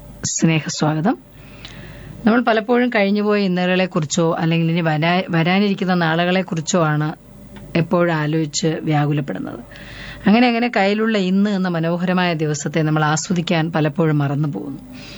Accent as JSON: {"language": "Malayalam", "town": "Vellanad", "region": "Kerala", "country": "India", "tie": "born or raised there", "said": "എനിക്ക് വേണ്ടപ്പെട്ട ഒരു സ്ഥലമാണ്. ഞാൻ ജനിച്ചു വളർന്ന സ്ഥലമാണ്."}